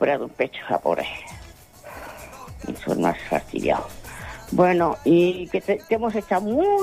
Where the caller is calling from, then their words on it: Barcelona, Catalonia, Spain; de Barcelona.